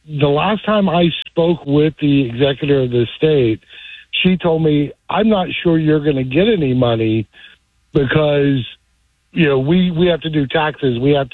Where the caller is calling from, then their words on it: Clearwater, Florida, United States; Clearwater.